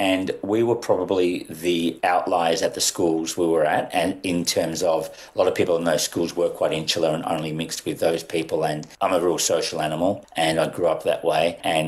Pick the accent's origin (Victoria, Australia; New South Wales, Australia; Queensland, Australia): Victoria, Australia; Melbourne; also born or lived in India; Grew up in Melbourne. We went straight to Melbourne to Moonee Ponds when I was 2.5 years old. I was the youngest of five. And then we eked out an existence in the suburbs of Melbourne